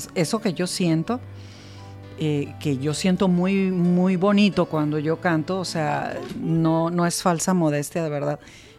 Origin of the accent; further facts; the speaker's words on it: Culiacán, Sinaloa, Mexico; en mi tierra, aquí en Culiacán